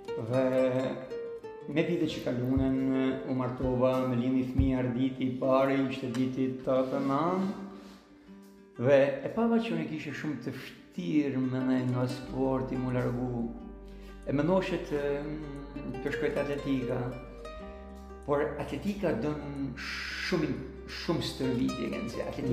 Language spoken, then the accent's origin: Albanian; Shkodër, Shkodër County, Albania; ne si Shkodran